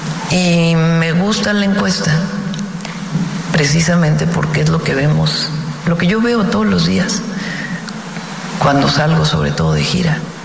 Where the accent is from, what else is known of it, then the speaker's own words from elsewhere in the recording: Mexico; de lo que somos como mexicanas y mexicanos.